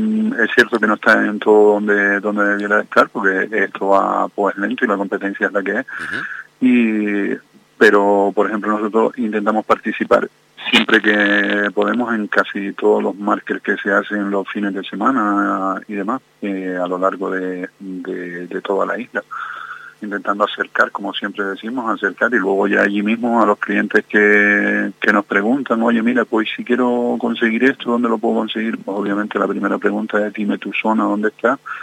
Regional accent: Canary Islands, Spain; born there; also born or lived in La Palma; now in Gran Canaria, Spain; yo de nacimiento soy canario, pero soy palmero de adopción, porque estuve 29 años viviendo en La Palma.

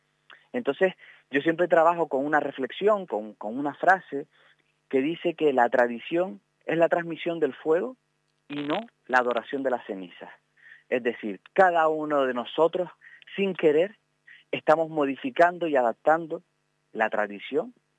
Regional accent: Canary Islands, Spain

